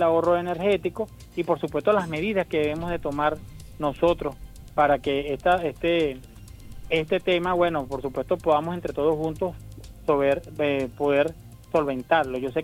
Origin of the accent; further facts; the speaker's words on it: Venezuela; Yo soy un venezolano, yo soy una persona común y corriente